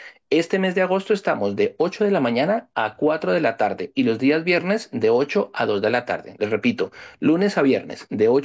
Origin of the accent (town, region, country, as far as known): Colombia; now in Madrid, Spain